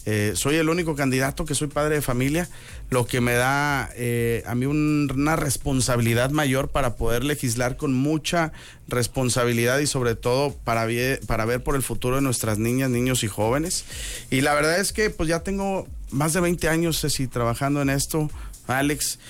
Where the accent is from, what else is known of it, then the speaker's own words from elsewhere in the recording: Saltillo, Coahuila, Mexico; toda mi preparación académica ha sido en escuela pública. En Saltillo tenemos muy buenas escuelas públicas. Estuve en la primaria en la Anexa, la Normal, en la secundaria en la Margarita Maza de Juárez